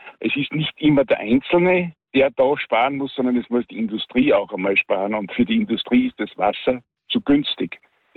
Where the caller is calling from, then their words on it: Henndorf am Wallersee, Salzburg, Austria; ich rufe aus Hendorf an.